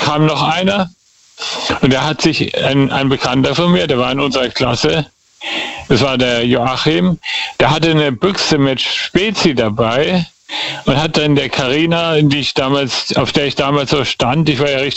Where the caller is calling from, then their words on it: Heidelberg, Baden-Württemberg, Germany; Ich lebe in Heidelberg-Hanschelsheim.